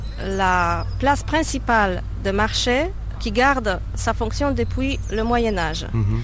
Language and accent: French; Kraków, Lesser Poland, Poland; French is a second language; Je suis polonaise, cracovienne.